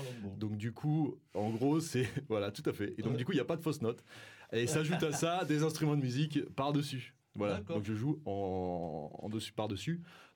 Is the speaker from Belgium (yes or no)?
no; Occitanie, France; Donc du handpan et un chant inspiré d'un vieux poème Cévenol, parce que moi je viens des Cévennes.